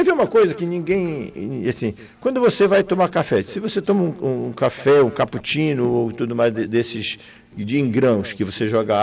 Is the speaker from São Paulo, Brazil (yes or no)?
no; Curuçá, Pará, Brazil; now in Belém, Brazil; nós somos de Curuçá, meu pai vinha assistir os jogos com meus irmãos mais velhos aqui em Belém e voltava para Curuçá, né?